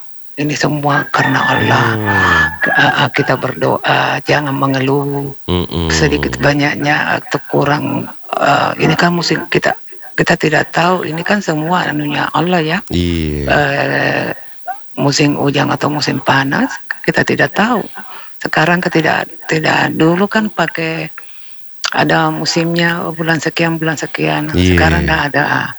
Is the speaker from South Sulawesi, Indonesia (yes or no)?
yes; Makassar, South Sulawesi, Indonesia; saya anak Makassar atau lahir di Makassar, tapi saya lebih suka di daerah begitu